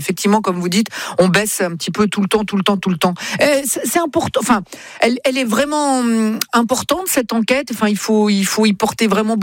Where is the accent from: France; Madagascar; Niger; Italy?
Italy; Moi, je parle, je suis italien, moi. Je parle avec les mains, moi, tu le sais bien.